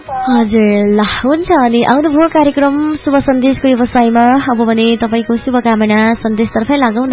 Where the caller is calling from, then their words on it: Dharmadevi, Koshi Province, Nepal; हजुर, धर्मदेवी नगरपालिका 4 मामलिङबाट … बोल्दै हुनुहुन्छ।